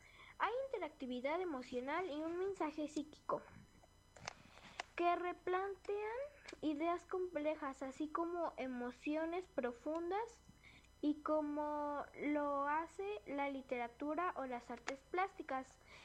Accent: Hidalgo, Mexico

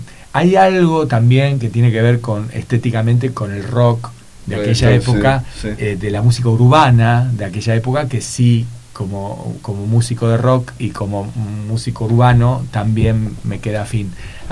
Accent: Rosario, Santa Fe, Argentina; yo soy rosarino, y mi relación es más con el litoral que con el mar

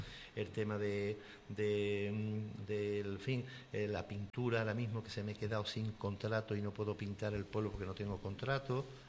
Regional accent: Chipiona, Andalusia, Spain; yo soy jubilado, no tengo otra cosa que hacer, y disfruto de mi pueblo, me gusta mi pueblo, lucho por mi pueblo

